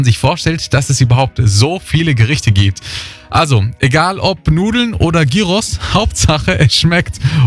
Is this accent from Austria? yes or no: no; Greece; Ganz knapp, wirklich ganz, ganz knapp vor meiner Heimat Griechenland.